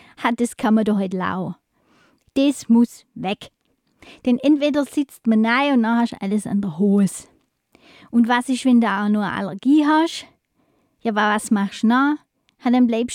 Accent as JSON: {"language": "German", "region": "Swabia", "country": "Germany"}